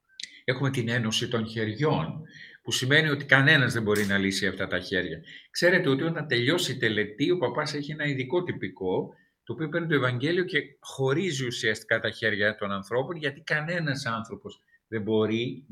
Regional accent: Crete, Greece; Εγώ είμαι από την Κρήτη.

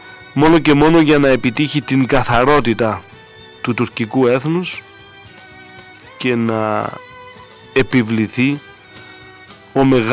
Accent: Greece; ως Έλληνες

